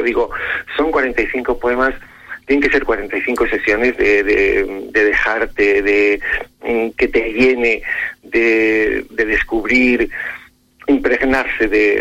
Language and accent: Spanish; Fontiveros, Castile and León, Spain; also born or lived in Medina del Campo; now in Arévalo, Spain; yo vengo de Fontiveros, estoy en Arévalo ahora